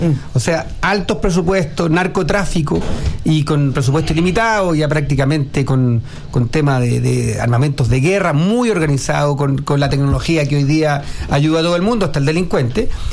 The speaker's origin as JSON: {"language": "Spanish", "town": "Huelquén", "region": "Santiago Metropolitan Region", "country": "Chile", "tie": "born or raised there", "accent": "rural, guaso", "said": "Porque soy fuera de Santiago. Nací en Huelquén, vivo en Huelquén de toda la vida. Vivo en el campo, vivo adentro de un duraznal."}